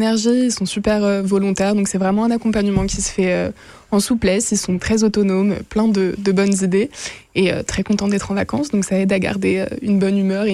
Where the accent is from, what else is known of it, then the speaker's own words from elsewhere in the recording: France; now in Winnipeg, Canada; je viens de France et je fais du volontariat ici à Winnipeg